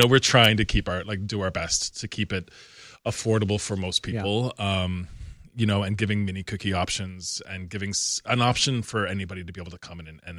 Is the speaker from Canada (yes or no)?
yes; Newfoundland and Labrador, Canada; You know, I don't know if it's because I'm from Newfoundland, and I'm not sure what I mean by this